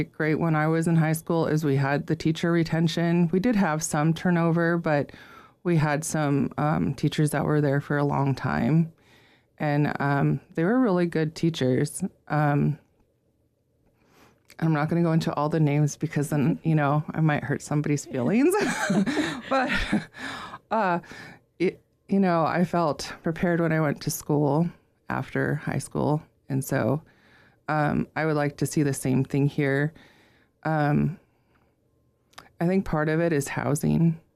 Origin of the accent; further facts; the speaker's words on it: Haines, Alaska, United States; Well, I'm originally from Haynes. I was born here at the clinic. And so I went through the school here, obviously.